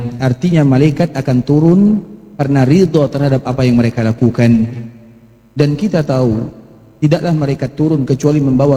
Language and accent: Indonesian; Indonesia; kita berasal dari Indonesia.